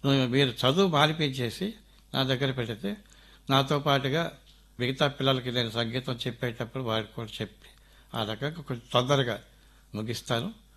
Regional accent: Relangi, Andhra Pradesh, India; మాది పశ్చిమ గోదావరి జిల్లా రేలంగనే ఊరండి, గ్రామం, చిన్న గ్రామం.

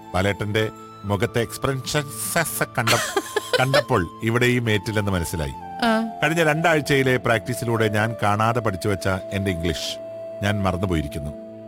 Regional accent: Adimali, Kerala, India; അടിമാലിയിലെ വീടിന് ചുറ്റും വയലും കാടും മലയും ഒക്കെ കണ്ടു വളർന്ന എനിക്ക്

